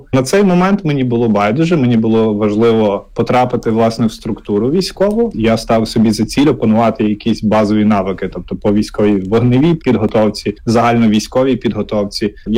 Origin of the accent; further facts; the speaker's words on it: Lviv Oblast, Ukraine; я родом зі Сколівщини, Бойківський край, але я зрозумів, що потрібно зараз всім гуртуватися